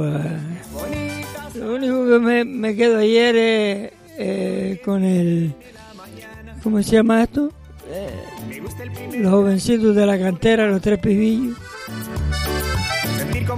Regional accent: Madrid, Community of Madrid, Spain; Mi niño, yo soy de Madrid, no es tampoco ninguna gran cosa, ¿no?

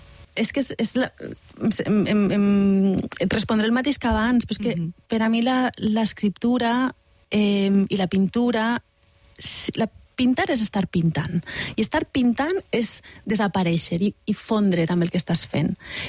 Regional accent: Valencian Community, Spain; Soc valenciana.

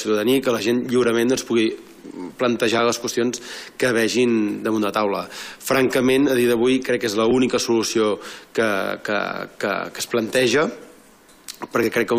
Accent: Gràcia, Catalonia, Spain; born there; jo personalment vaig néixer a Gràcia

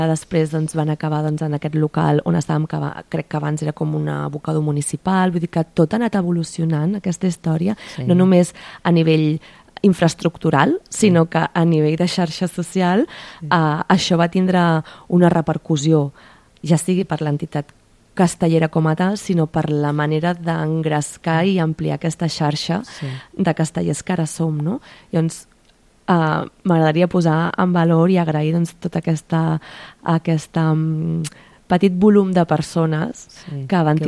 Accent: Caldes, Catalonia, Spain; La majoria som de Caldes.

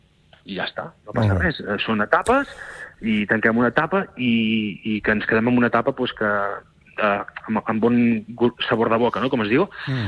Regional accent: Girona, Catalonia, Spain; jo com a gironí

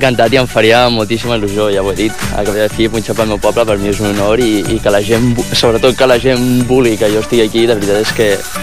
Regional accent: Palafolls, Catalonia, Spain; jo soc de Palafolls de tota la vida

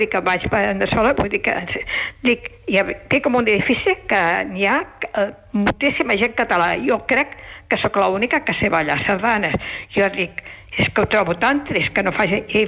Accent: La Pobla de Lillet, Catalonia, Spain; now in Sabadell, Spain; soc de la Pobla de Lillet

